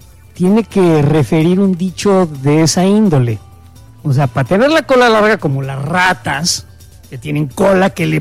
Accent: Mexico; 57 años en este planeta siendo mexicano, ¿eh?

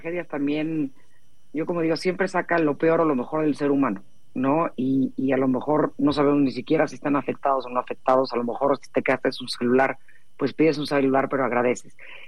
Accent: Mexico; sobre todo como mexicanos

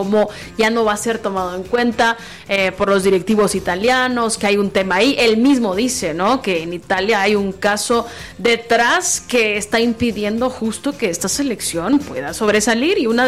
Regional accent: Guatemala; hablando como guatemalteca.

